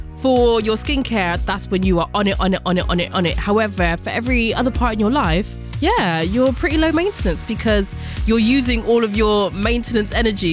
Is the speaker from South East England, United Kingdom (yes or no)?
no; Birmingham, West Midlands, United Kingdom; accent: Bristolian; strong Bristolian accent, yet I've spent most of my life in Birmingham. So like, when I'm in Brum, that's my hometown, dog.